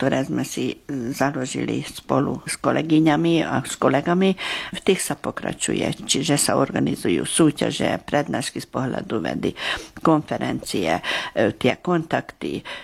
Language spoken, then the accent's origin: Slovak; Békéscsaba, Békés, Hungary; som sa rozhodla, že ja musím sa domov vrátiť. Tak dlho som bola ďaleko, že som cítila tú potrebu, že zase chcem tu bývať doma v Bekeskej Čabe. Čiže ja vždy som musela odísť trošku na chvíľku, ale stále som sa vrátila sem.